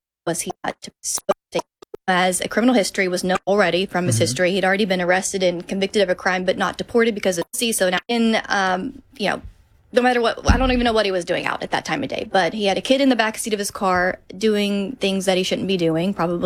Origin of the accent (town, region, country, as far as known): Arkansas, United States; born or raised there